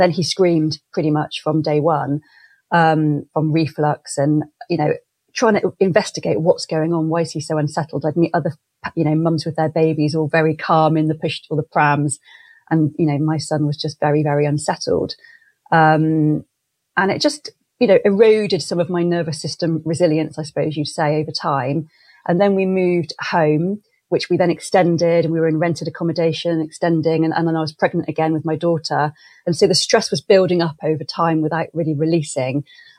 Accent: Clevedon, South West England, United Kingdom; also born or lived in Bristol; now in Stroud, United Kingdom; So I grew up in Clevedon, which is a seaside Victorian town between Weston-super-Mare and Bristol. And I lived there till I was 17, then moved to the nearest city, Bristol.

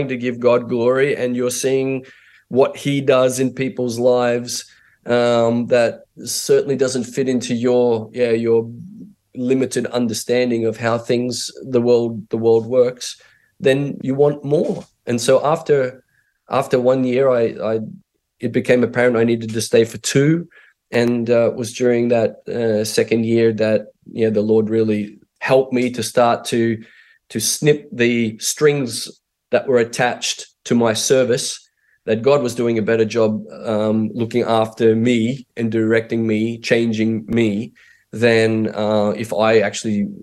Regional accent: Hervey Bay, Queensland, Australia; also born or lived in Townsville; And so I was born in Townsville when he was in the army. And then after he got out of the army, we moved to the rural part around Hervey Bay, and that's where I grew up and had all my schooling.

